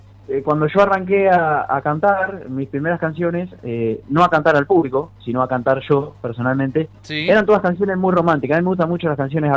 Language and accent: Spanish; Carlos Tejedor, Buenos Aires Province, Argentina; moved away; las raíces están allá, mis raíces son allá, mi tierra es allá y es verdad, el corazón siempre está en nuestra tierra natal